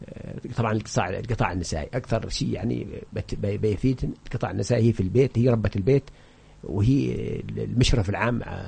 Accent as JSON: {"language": "Arabic", "region": "Hadramawt", "country": "Yemen", "said": "عندنا في حضرموت"}